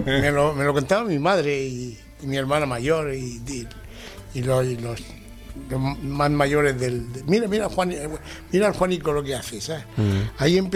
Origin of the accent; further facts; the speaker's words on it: Adra, Andalusia, Spain; Yo soy de Adra, de Almería.